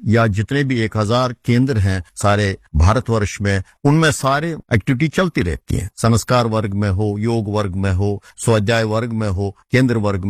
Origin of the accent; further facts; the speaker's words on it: Anantnag, Jammu and Kashmir, India; moved away as an adult; मैं गांवों की पैदावार हूँ, अनंतनाग का रहने वाला हूँ।